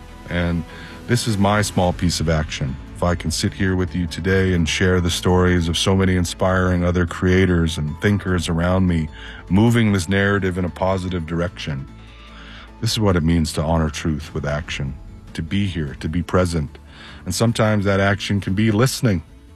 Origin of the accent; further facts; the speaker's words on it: Manitoba, Canada; I come from the Pegwas First Nation. I grew up in a home without running water.